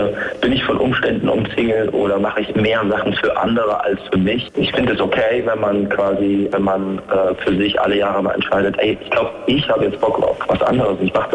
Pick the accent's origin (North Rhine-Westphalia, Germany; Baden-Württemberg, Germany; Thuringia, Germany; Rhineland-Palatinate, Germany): Thuringia, Germany; Erfurt; Also vorher ging es bei mir eher um so Fragen, bleibe ich denn jetzt in meiner Heimatstadt Erfurt, gehe ich nochmal raus